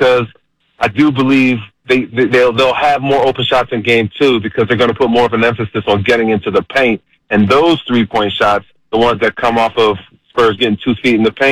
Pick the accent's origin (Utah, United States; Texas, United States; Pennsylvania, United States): Pennsylvania, United States; Philadelphia; moved away; I'm from Philadelphia, and we all root like the Big Five.